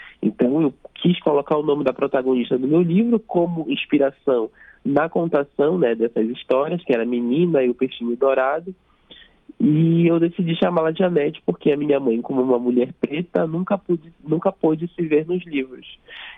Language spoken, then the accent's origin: Portuguese; Cachoeira do Arari, Pará, Brazil; A minha infância foi em Cachoeira do Arari, na Ilha do Marajó, cercada por esse verde, cercada pelos bichinhos da floresta, pelos peixes, pelos animais.